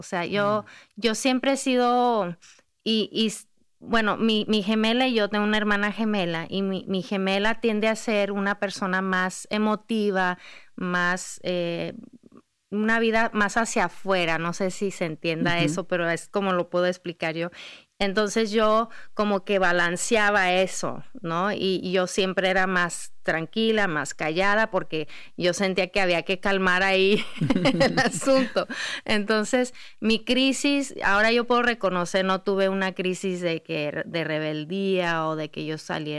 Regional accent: Durango, Mexico; yo nací, mi hermana gemela y yo nacimos en Durango, México. Crecimos ahí, salí yo a estudiar la universidad

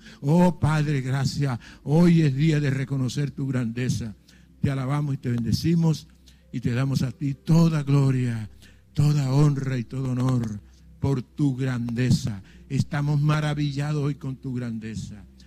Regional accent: Colombia; de nuestra ciudad, de nuestro país, Colombia.

